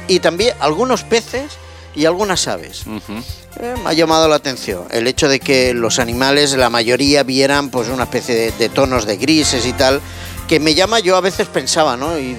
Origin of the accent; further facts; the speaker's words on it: Barcelona, Catalonia, Spain; born there; yo al salir de mi casa, donde yo nací, en Barcelona